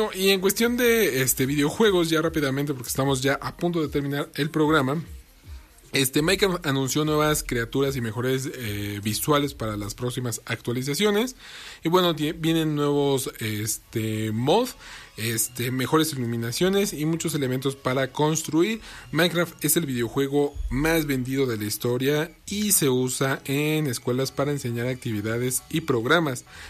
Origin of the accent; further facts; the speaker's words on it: Mexico; uno como buen mexicano, la curiosidad le ganó.